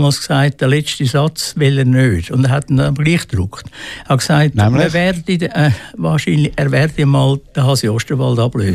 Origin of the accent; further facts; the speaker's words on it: Aargau, Switzerland; Nein, aber ich bin ein Aargauer